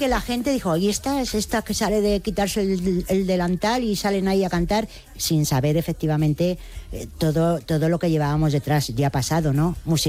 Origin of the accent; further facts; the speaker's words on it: Madrid, Community of Madrid, Spain; now in Móstoles, Spain; O sea, que no somos de Móstoles, ¿eh? Somos madrileñas. Lo que pasa que es verdad que vivimos en Móstoles ya hace muchísimos años, pero somos gatas